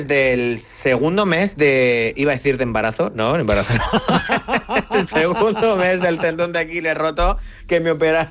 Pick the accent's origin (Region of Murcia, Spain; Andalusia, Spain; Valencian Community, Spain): Region of Murcia, Spain; yo soy de Murcia